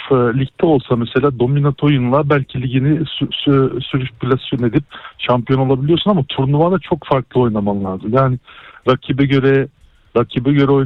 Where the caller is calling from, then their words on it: Istanbul, Turkey; Merhabalar … ben İstanbul'dan.